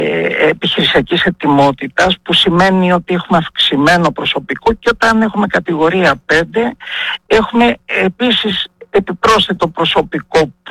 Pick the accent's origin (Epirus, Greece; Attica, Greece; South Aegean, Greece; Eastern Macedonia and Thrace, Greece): Epirus, Greece; εδώ στην πατρίδα μου, στην Ήπειρο, έτσι, στο νομό Ιωαννίνων